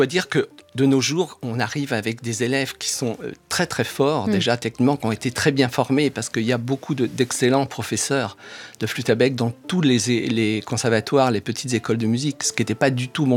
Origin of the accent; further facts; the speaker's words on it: Brittany, France; Et j'ai grandi en Bretagne.